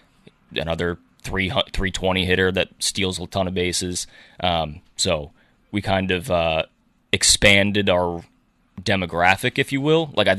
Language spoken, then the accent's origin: English; Pennsylvania, United States; moved away; I'm from Pennsylvania